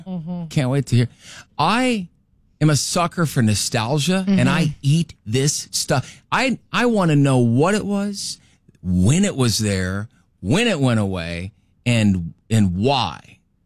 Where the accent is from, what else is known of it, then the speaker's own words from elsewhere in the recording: Iowa, United States; My hometown mall in Iowa, growing up